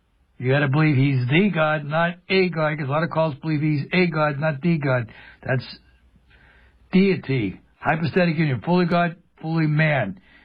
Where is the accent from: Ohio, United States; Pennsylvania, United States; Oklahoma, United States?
Pennsylvania, United States; when I was growing up in Mercer County, we had a lot more than 108,000 people, 120,000, 130,000 people. We had a lot of mills and so forth.